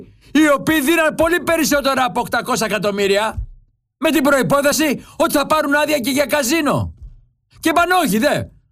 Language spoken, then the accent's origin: Greek; Greece; σαν Έλληνας πολίτης φορολογούμενος